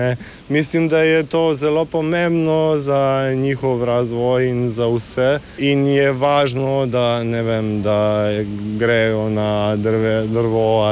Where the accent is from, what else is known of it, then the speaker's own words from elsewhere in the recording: Serbia; moved away as an adult; now in Slovenia; ker sem iz Srbije in sem prišel pred 9 meseci